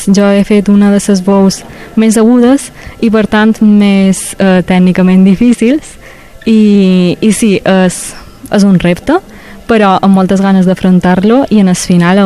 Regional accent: Mallorca, Balearic Islands, Spain; Soc de Mallorca.

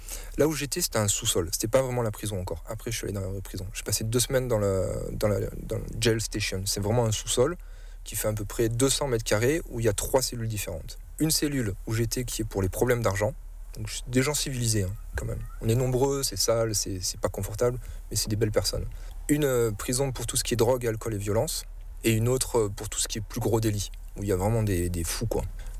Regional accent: France; Pour rentrer chez moi en France.

